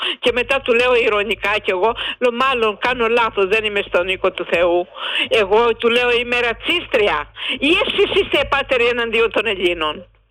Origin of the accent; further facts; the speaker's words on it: Crete, Greece; moved away; στο Ρούβα που λέμε εμείς στην Κρήτη